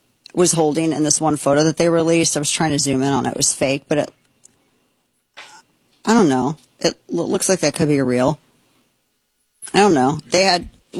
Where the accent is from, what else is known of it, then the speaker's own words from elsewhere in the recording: the Ozarks, United States; Dude, and I'm not saying this is a pejorative, but I'm from Ozarks.